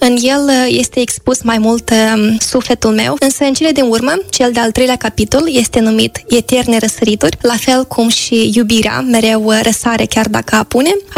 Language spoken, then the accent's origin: Romanian; Moldova; Data de 24 pentru noi ca moldoveni are un loc aparte.